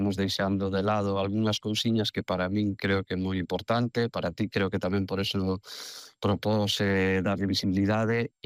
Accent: Galicia, Spain; Entón, aí é onde entramos nós como galegos, somos un referente dentro do plano mundial

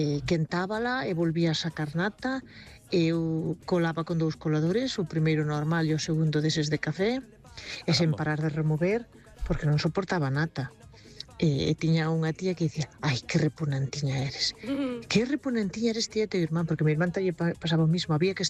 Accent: Begonte, Galicia, Spain; de Begonte. Bueno, eu viví na aldea, tiñemos vacas

